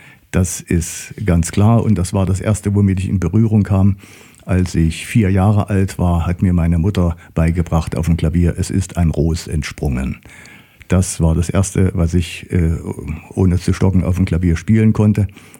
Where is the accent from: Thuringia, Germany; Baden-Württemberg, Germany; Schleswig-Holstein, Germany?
Thuringia, Germany; Erfurt; Okay, also einen großen Teil meiner Kindheit und meiner Jugend habe ich in Erfurt verlebt.